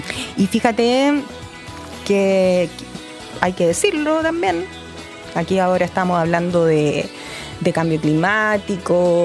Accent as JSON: {"language": "Spanish", "town": "Santiago", "region": "Santiago Metropolitan Region", "country": "Chile", "said": "los santiaguinos tenemos, me incluyen los santiaguinos"}